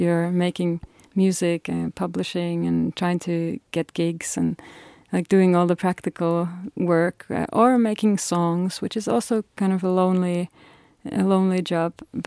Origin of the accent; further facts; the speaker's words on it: Finland; now in Denmark; I'm from Finland originally and I live in Denmark